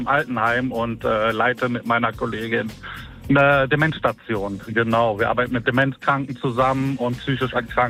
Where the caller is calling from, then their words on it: Baesweiler, North Rhine-Westphalia, Germany; Ich rufe aus Basweiler an, das liegt im Kreis Aachen.